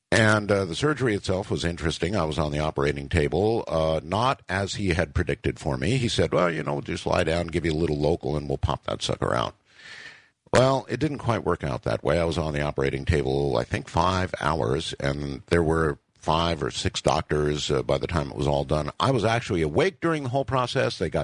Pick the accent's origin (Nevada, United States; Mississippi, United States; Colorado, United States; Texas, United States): Nevada, United States; Okay, let's go to my home state, Nevada.